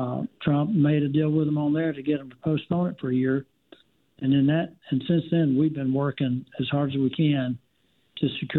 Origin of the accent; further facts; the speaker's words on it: Hackleburg, Alabama, United States; I grew up in Hackleburg, Alabama, so I understand this rural healthcare issue pretty well